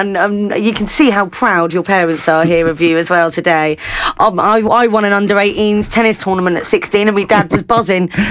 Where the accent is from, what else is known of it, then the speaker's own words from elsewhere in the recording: South West England, United Kingdom; I grew up in Devon. Luckily, I sort of am a surfer, so I'm quite hot on it